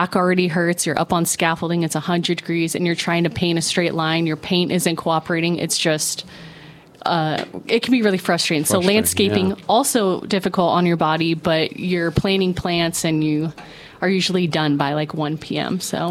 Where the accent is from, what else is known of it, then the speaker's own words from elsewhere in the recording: Orange County, California, United States; also born or lived in Berkeley; I grew up in Orange County, so I feel like it really helped open my mind.